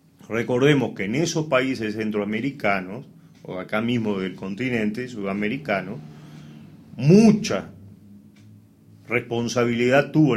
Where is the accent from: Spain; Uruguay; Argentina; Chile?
Uruguay; Después de 30 años de política no acepto como uruguayo, uh-huh, la respuesta no hay plata.